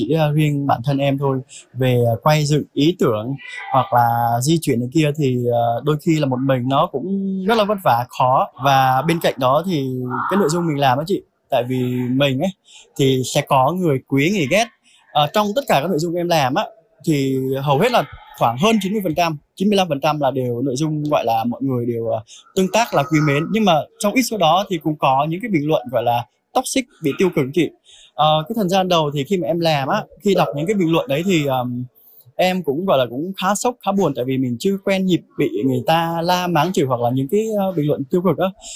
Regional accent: Đắk Lắk, Vietnam; hiện tại thì em đang sinh sống ở xã Erong, Đắk Lắk. … là biệt danh ấy.

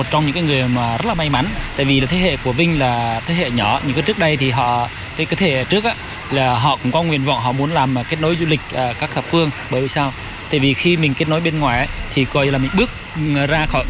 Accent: Lắk district, Đắk Lắk, Vietnam; không riêng gì dân tộc Mân Nông của … ở huyện Lắc này

